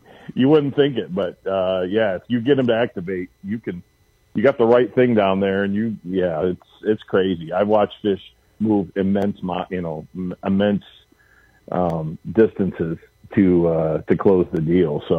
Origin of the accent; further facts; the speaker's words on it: North Muskegon, Michigan, United States; I grew up on the Great Lakes, right? I grew up in Lake Michigan, out of North Muskegon, and, on the big water with my dad